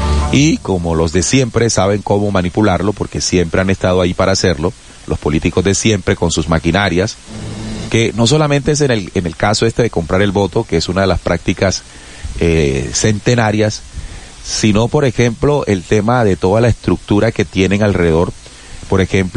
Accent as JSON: {"language": "Spanish", "country": "Colombia", "said": "Y uno como colombiano comienza a ver"}